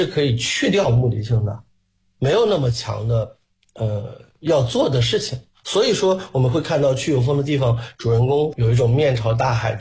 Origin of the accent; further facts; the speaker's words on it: China; 我们中国人